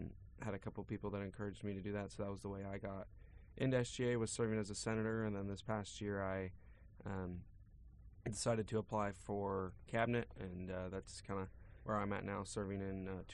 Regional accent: Taylorville, Illinois, United States; now in Kansas, United States; I'm originally from Taylorville, Illinois

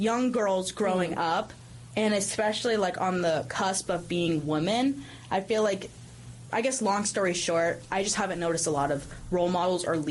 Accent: Bible Belt, United States; But I grew up in the Bible Belt. So it's like I was one of two Catholics in my graduating class

